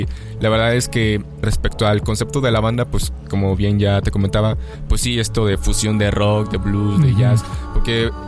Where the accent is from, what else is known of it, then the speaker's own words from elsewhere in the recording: San Andrés Tuxtla, Veracruz, Mexico; moved away as an adult; now in Xalapa, Mexico; pues yo pues, no soy de aquí, yo soy de San Andrés Tuxtla. Radico aquí pues ya desde hace unos años. Yo me vine a estudiar acá mi carrera